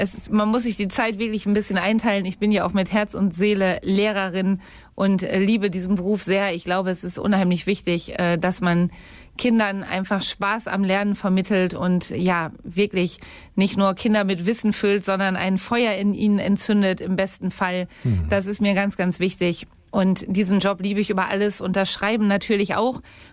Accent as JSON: {"language": "German", "town": "Minden", "region": "North Rhine-Westphalia", "country": "Germany", "tie": "born or raised there", "said": "Im Endeffekt ist Minden aber meine Heimat und hier lebt meine ganze Familie, meine Eltern. Und ich liebe diese Stadt."}